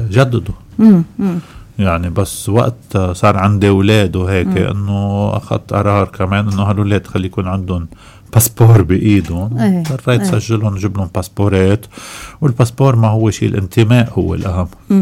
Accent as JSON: {"language": "Arabic", "country": "Lebanon", "said": "عندنا بلبنان"}